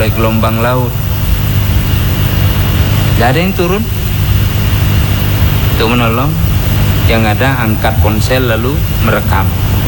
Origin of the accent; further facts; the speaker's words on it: Aceh, Indonesia; Kita orang Aceh zaman dulu kalau kita ngomong tak apa-apa, nenek kita ngomong pegah haba dapo.